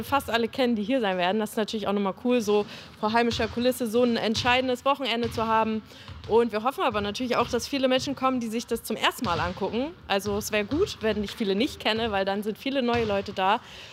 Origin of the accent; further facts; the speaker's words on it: Hamburg, Germany; Für mich als Hamburgerin, die immer in Hamburg gespielt hat, immer für die BG Baskets gespielt hat